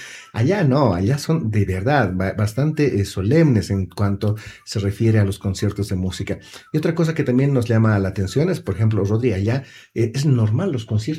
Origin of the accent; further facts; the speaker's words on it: Bolivia; el boliviano se siente más boliviano cuando está fuera de las fronteras que acá en nuestro país.